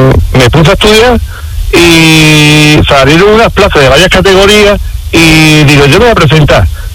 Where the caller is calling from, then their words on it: Medina Sidonia, Andalusia, Spain; yo estoy ahora mismo en Medina Sidonia, que es mi pueblo, pueblo de Cádiz, un pueblo súper bonito y muy típico